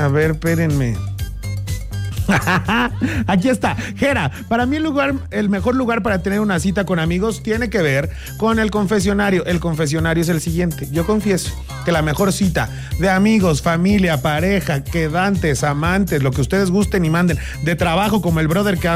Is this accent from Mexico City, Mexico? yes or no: yes; Mexico City, Mexico; Yo soy de allá, de la Ciudad de México, pero cada fin de semana me regreso para la ciudad.